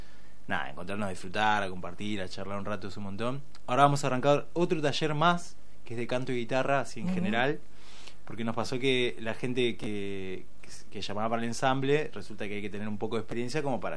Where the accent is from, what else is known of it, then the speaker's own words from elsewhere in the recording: Playa Unión, Chubut, Argentina; now in La Plata, Argentina; Y La Plata, yo vivo en La Plata. Lo que me pasa es que yo soy de Playa Unión, de Chubut, de un lugar que está ahí al lado del mar.